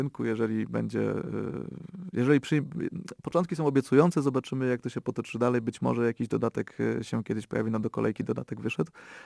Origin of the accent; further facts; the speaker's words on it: Grodków, Opole Voivodeship, Poland; Stąd ten Grodków, więc troszkę wyrosłem w tych klimatach i jest to mi rzeczywiście bliskie.